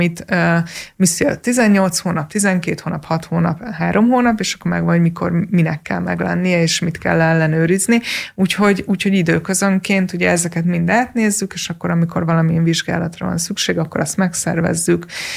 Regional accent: Hungary; first language Hungarian; én magyar vagyok, ő is magyar, és mi voltunk az egyetlen magyarok

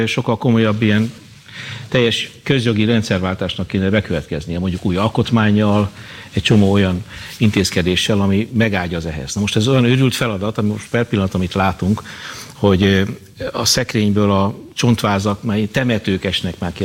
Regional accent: Debrecen, Hajdú-Bihar, Hungary; Nyilván logikus az is, hogy mondjuk én debreceni vagyok

